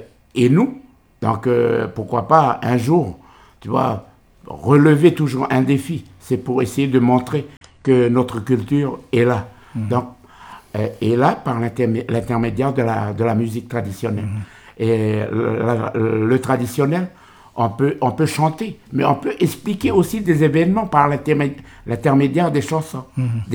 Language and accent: French; New Caledonia; Ici à Nouméa, mais on est originaire de la tribu de l'Arête.